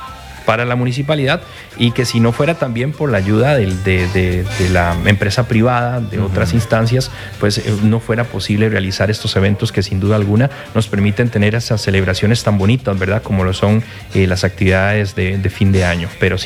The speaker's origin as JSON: {"language": "Spanish", "region": "Puntarenas", "country": "Costa Rica", "said": "nuestro cantón de corredores"}